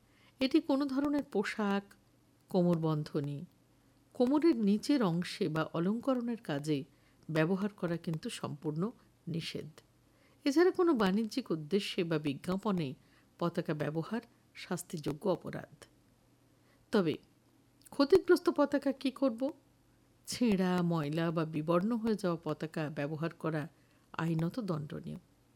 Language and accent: Bangla; India; আমরা প্রত্যেকটি ভারতীয় নাগরিক